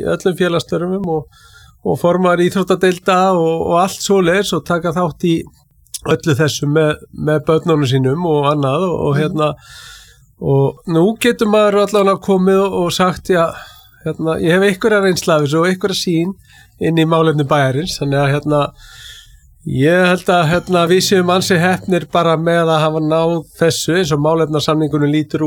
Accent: Keflavík, Southern Peninsula, Iceland; nýorðin 50-ur, borinn á Badfætur, Reykjanesbæ.

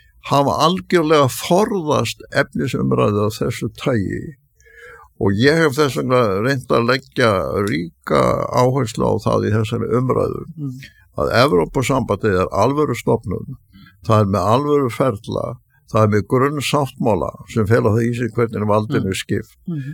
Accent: Þingeyri, Westfjords, Iceland; Það voru einhver vegir og Dýrafirði í Næstufirði þegar ég var alast upp á Þingri.

